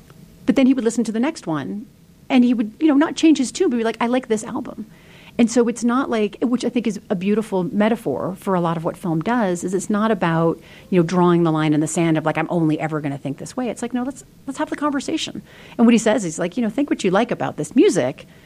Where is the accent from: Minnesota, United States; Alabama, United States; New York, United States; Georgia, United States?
New York, United States; moved away; I'm a New Yorker